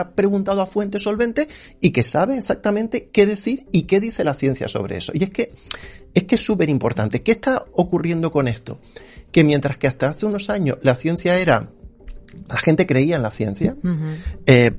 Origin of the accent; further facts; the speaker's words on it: Canary Islands, Spain; Yo soy canario, además, yo soy de Tenerife.